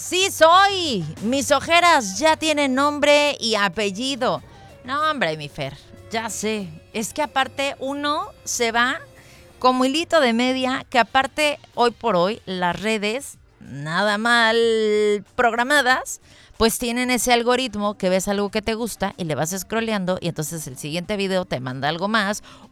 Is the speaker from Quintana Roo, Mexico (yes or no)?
yes; Cancún, Quintana Roo, Mexico; somos los de Cancún